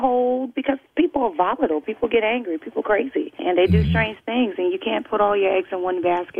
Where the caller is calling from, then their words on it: Syracuse, New York, United States; I'm calling from Syracuse, New York.